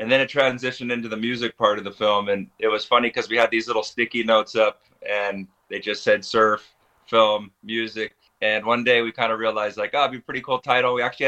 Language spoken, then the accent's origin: English; Hawaii, United States; There's the very beginning is kind of me growing up in Hawaii and the surf part.